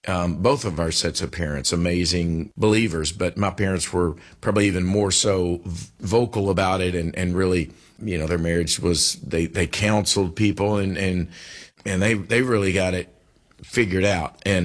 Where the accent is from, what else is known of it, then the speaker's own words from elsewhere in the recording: Kentucky, United States; I am from Kentucky.